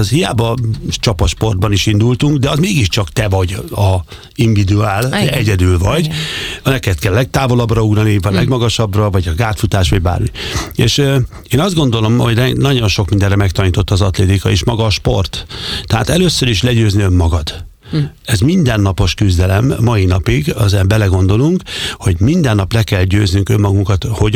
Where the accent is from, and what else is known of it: Gyula, Békés, Hungary; born or raised there